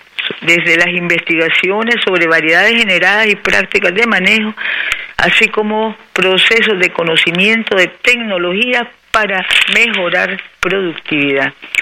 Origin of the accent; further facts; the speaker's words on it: Nicaragua; Somos nicaragüenses